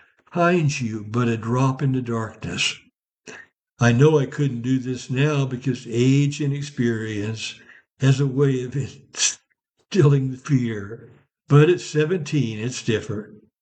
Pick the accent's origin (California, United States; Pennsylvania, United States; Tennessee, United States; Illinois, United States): Illinois, United States; Ursa; my hometown of Ursa, Illinois.